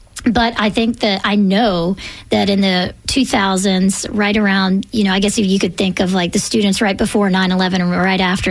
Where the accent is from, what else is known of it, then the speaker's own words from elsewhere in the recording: Tallahassee, Florida, United States; moved away as an adult; growing up in Tallahassee